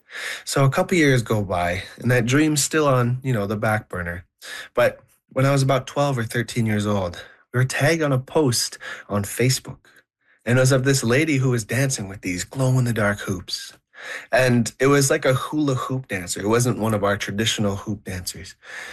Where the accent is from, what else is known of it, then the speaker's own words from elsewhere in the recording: Ottawa, Ontario, Canada; So what we did was we actually went back to the community where we grew up in Ottawa